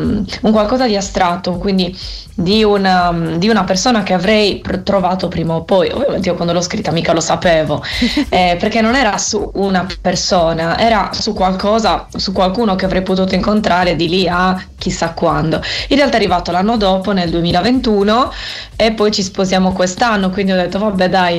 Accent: Sardinia, Italy; provo a scrivere una canzone in sardo, perché mi piace pensare di valorizzare anche la lingua della mia terra.

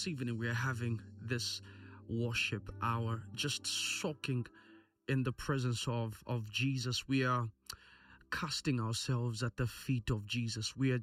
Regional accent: Ndola, Copperbelt, Zambia; from Mushili, Bonano Ndola.

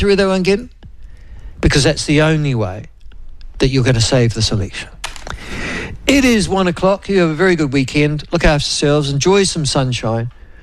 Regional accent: New Zealand; a whole series of cultural lexicons that with being a New Zealander.

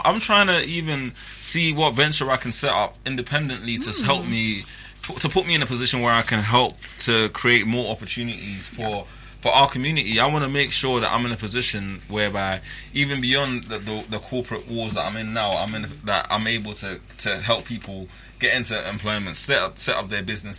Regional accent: London, United Kingdom; also born or lived in Haringey; coming up from a lower socioeconomic background, growing up in Hackney, going to school in Haringey, all of my friends coming from tough backgrounds

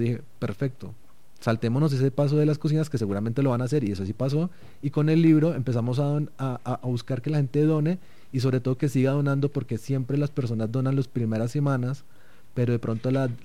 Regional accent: Cali, Valle del Cauca, Colombia; now in Bogotá, Colombia; yo estaba aquí en Bogotá, obviamente, mi familia vive en Cali, yo soy de Cali

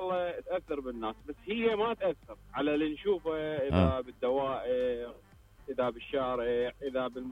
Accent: Iraq; احنا عراقيين.

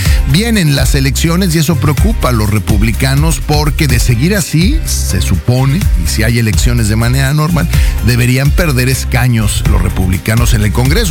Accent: Mexico; somos mexicanos

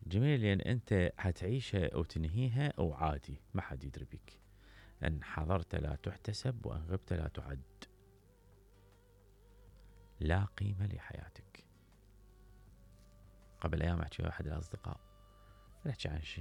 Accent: Iraq; إحنا كمواطنين عراقيين جميلين رائعين

